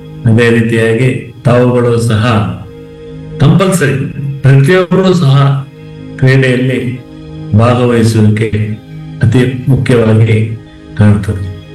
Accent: Gundlupet, Karnataka, India; ನಾನು ಒಂದು ಸಣ್ಣ ತಾಲೂಕಿನಲ್ಲಿ ಗುಂಡುಪೇಟೆ ಅಂತ ಕೇಳಿರ್ಬೋದು, ಅಲ್ಲಿ ನಾನು ಹುಟ್ಟಿ ಬೆಳೆದವನು. ಅದೊಂಥರ ತಾಲೂಕು ಹೆಡ್ ಕ್ವಾರ್ಟರ್ ಅಲ್ಲ, ಗ್ರಾಮನೂ ಅಲ್ಲ, ಆ ತರ ಇದ್ದಿದ್ದು.

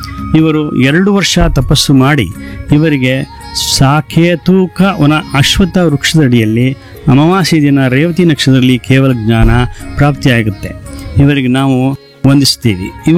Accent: Saragur, Karnataka, India; ಸರಗೂರಿನವರೇ ಆದಂಥ … ನಾನು ಪರಿಚಯನ ಮಾಡ್ಕೊಂಡೆ.

